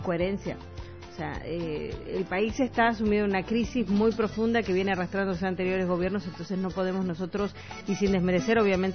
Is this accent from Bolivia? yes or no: yes; Bolivia; nosotros como bolivianos